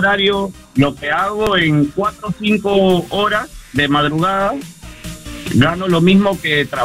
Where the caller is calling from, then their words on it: Lima, Peru; soy de Lima, Perú